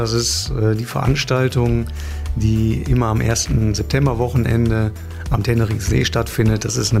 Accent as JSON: {"language": "German", "town": "Hünxe", "region": "North Rhine-Westphalia", "country": "Germany", "tie": "born or raised there", "also_born_or_lived": "Oberhausen", "said": "Ich bin hier in Hünxe-Bruckhausen aufgewachsen. Bin hier in den Kindergarten gegangen und in die Grundschule und zwischenzeitlich bin ich weggezogen nach Oberhausen, bin aber irgendwann wieder zurückgezogen in mein Elternhaus und jetzt lebe ich dort mit meiner Familie."}